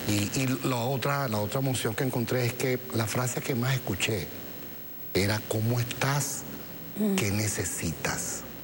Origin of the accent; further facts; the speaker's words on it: Venezuela; Eso para mí fue una lección de vida y además una lección de cómo somos los venezolanos.